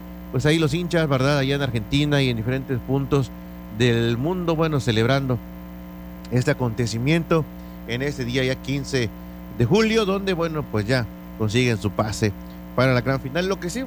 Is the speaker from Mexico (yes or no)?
yes; Mexico; somos bien mexicanos